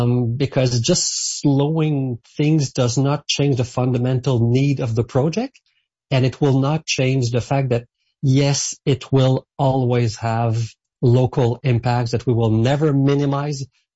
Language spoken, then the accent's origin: English; Saint-Hyacinthe, Quebec, Canada; I come from a farmer region myself. I was raised in Saint-Hyacinthe, which is the capital of the agricultural world in Quebec. So I know that reality.